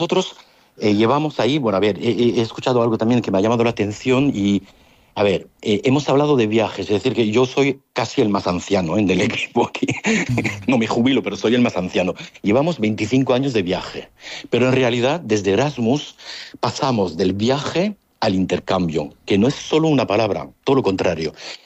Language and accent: Spanish; Cieza, Region of Murcia, Spain; si yo soy de Cieza, fíjate tú si nos equivocamos todo el santo día hablando.